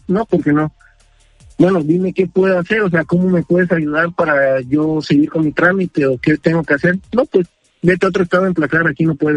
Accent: Veracruz, Mexico; Sí, soy de Veracruz, nada más que me fui a vivir un tiempo a otro estado.

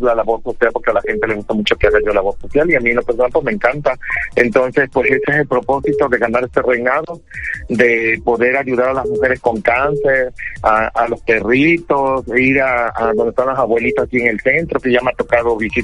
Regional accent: Puerto Mariano, Veracruz, Mexico; yo soy una persona que vengo de un pueblo, soy originario de Puerto Mariano, municipio de Puente Nacional, soy del pueblo, me debo al pueblo

